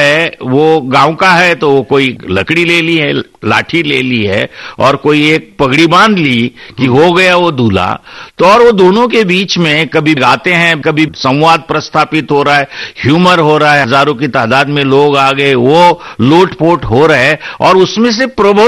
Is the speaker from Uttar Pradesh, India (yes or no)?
no; Maharashtra, India; जो मेरा गांव है दरडवाड़ी